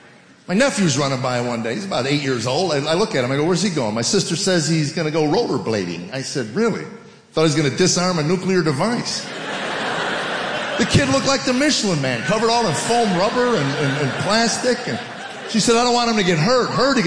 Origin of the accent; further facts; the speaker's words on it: United States; I grew up in America before the lawyers took it over.